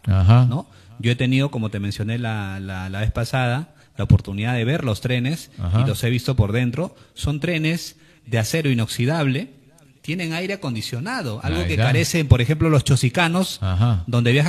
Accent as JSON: {"language": "Spanish", "region": "Lima", "country": "Peru", "said": "nosotros que somos de Lima Este"}